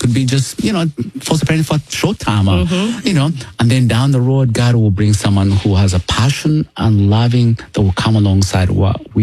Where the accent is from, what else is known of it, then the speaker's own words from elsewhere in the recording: United States; me as an American now